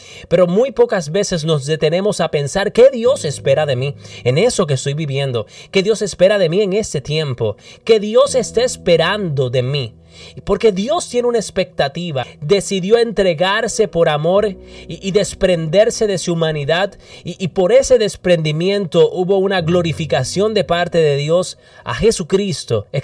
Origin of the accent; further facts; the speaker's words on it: Puerto Rico; now in Minnesota, United States; somos orgullosamente puertorriqueños, pero vivimos en el estado de Minnesota.